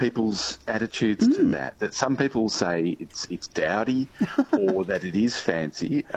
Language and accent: English; Port Fairy, Victoria, Australia; also born or lived in Warrnambool; I come from Port Fairy on the west coast of Victoria, and the factory site is next door in Warrnambool.